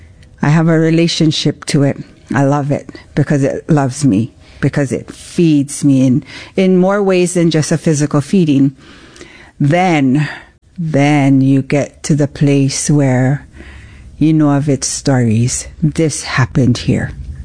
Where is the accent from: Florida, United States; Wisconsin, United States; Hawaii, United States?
Hawaii, United States; After all, we are in Hawaii. We are Hawaiian.